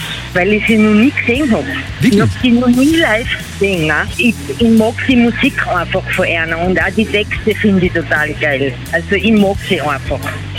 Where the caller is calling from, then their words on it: Tyrol, Austria; Aus Tirol.